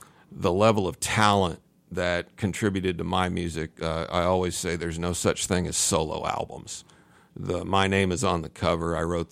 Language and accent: English; Champaign, Illinois, United States; moved away; I grew up in Champaign, Urbana. I moved here in 1979.